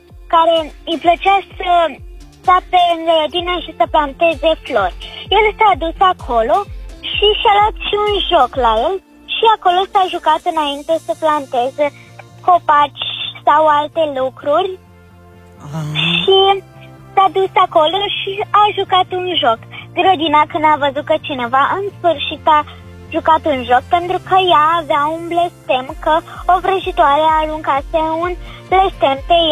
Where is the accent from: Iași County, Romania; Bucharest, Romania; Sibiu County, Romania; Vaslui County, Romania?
Bucharest, Romania; Din București.